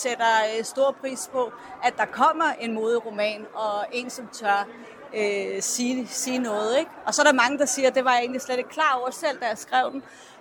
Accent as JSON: {"language": "Danish", "town": "Copenhagen", "region": "Capital Region of Denmark", "country": "Denmark", "said": "Det er jeg. Er fra Vesterbro."}